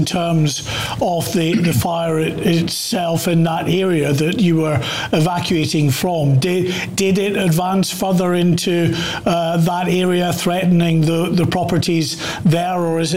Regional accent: Scotland, United Kingdom; I know in my hometown, in the Scottish Borders

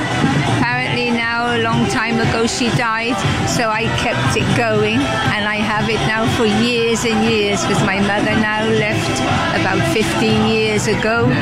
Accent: Gibraltar; It's a beautiful place. It's very friendly. It's a happy place. And I love my homeland.

